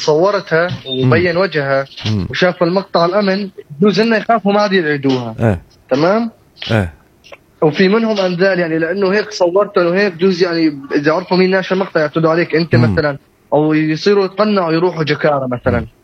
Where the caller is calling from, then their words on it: Aleppo, Aleppo Governorate, Syria; أنا من حلب.